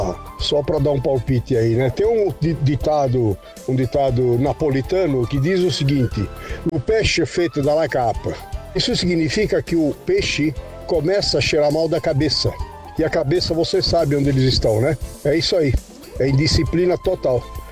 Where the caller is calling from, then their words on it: Santana de Parnaíba, São Paulo, Brazil; eu falo aqui de Santo Antônio Parnaíba. Ouvinte assíduo da Rádio Bandeirantes.